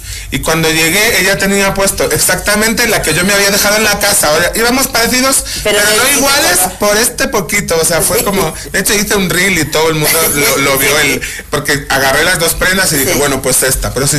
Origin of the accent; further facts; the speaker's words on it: Spain; now in Mexico; Ya me siento como medio mexicano, sobre todo como artista, porque es verdad que aquí me cuidan muchísimo más que en mi país